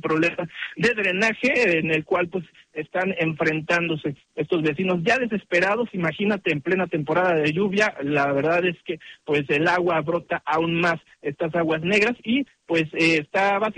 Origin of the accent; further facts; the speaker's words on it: Guadalajara, Jalisco, Mexico; los que somos tapatíos